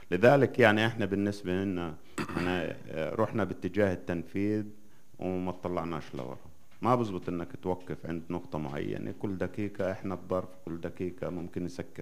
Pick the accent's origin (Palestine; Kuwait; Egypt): Palestine; هاي التحديات بصراحة إحنا كشعب فلسطيني كل يوم في كل دقيقة في عنا شيء جديد،